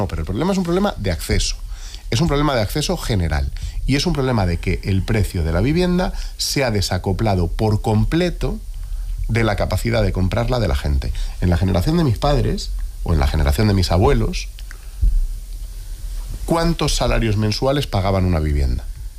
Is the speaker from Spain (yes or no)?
yes; Madrid, Community of Madrid, Spain; en Madrid, que es lo que conozco porque es mi pueblo